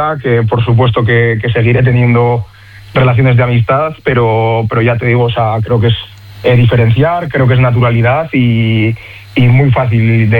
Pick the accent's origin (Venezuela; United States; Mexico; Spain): Spain; Leioa, Basque Country; Yo al final también soy de Leioa